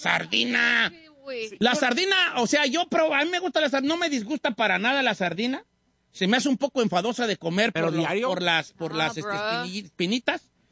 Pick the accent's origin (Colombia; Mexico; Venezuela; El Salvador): Mexico; Michoacán; yo que soy de Michoacán